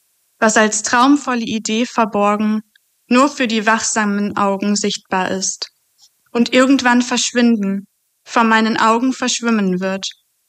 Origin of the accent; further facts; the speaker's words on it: Essen, North Rhine-Westphalia, Germany; Ich komme aus Essen und bin 20 Jahre alt.